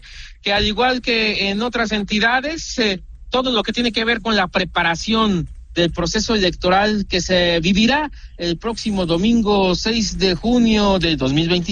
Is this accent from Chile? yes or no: no; Mexico; Recordar que nuestro modelo que nos hemos dado como mexicanos